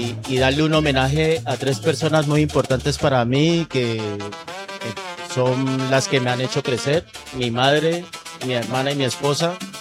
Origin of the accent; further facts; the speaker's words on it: Colombia; moved away as an adult; now in Tarragona, Spain; Bueno, venimos desde Tarragona. Somos colombianos, llevamos 25 años aquí en España